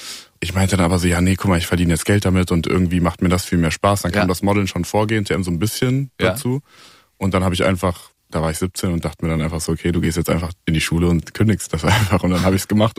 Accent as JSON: {"language": "German", "town": "Melsungen", "region": "Hesse", "country": "Germany", "tie": "born or raised there", "said": "In Kassel, also Nähe Kassel, Melsungen heißt das."}